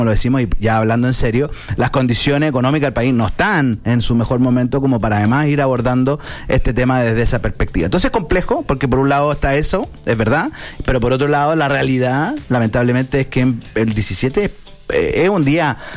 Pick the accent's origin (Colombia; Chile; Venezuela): Chile; que yo creo que si nosotros como chilenos fuésemos personas productivas reales